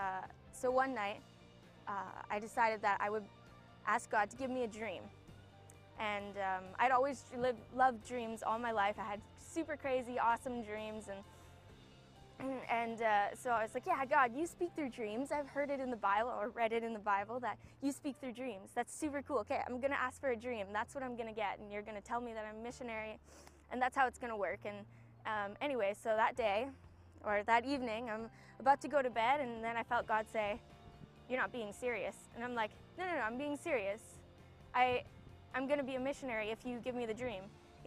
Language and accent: English; Canada; now in Perth, Australia; I'm from Canada. I'm on staff here at YWAM Perth